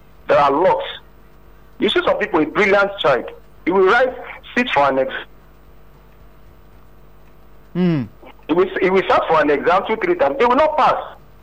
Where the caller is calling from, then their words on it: Lagos, Nigeria; I'm coming from Abulego.